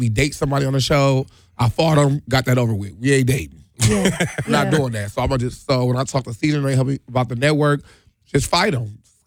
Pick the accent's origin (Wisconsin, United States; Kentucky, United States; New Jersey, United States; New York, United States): Wisconsin, United States; Milwaukee; So, you know, I'm from Milwaukee. I'm a little more street.